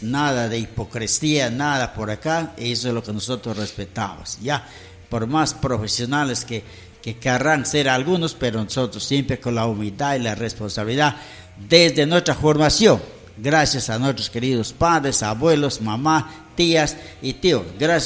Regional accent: Lamas, San Martín, Peru; yo soy de Lamas, no soy de Pamacho, me decían, ¿no?

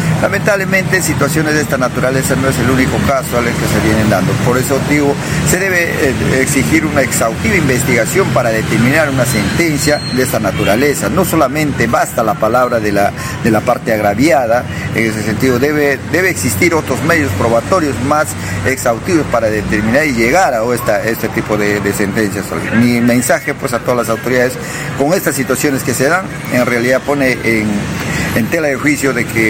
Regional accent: Aucaloma, San Martín, Peru; es mi paisano también, yo soy de Aucaloma

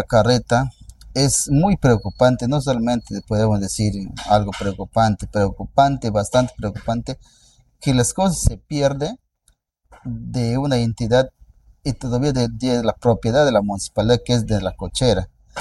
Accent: San Martín, Peru; now in Tarapoto, Peru; yo soy del Bajo Huallaga

